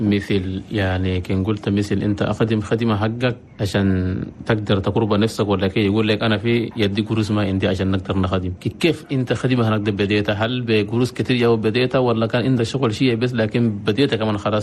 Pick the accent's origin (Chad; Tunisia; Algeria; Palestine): Chad